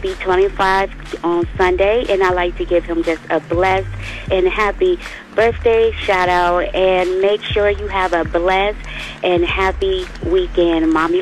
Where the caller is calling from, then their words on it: Akron, Ohio, United States; calling from Akron, Ohio.